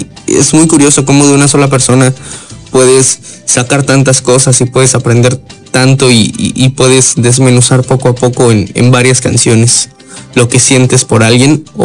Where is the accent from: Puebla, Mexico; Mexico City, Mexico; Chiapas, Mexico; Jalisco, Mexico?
Chiapas, Mexico; decir con todo el orgullo que le tengo a mis lados, a mi estado, soy de Chiapas.